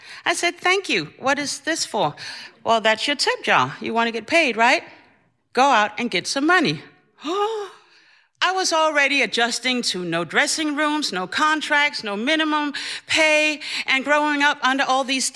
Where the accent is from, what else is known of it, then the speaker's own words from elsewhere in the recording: Copenhagen, Capital Region of Denmark, Denmark; I'm Afropean, born and raised in Copenhagen, Denmark.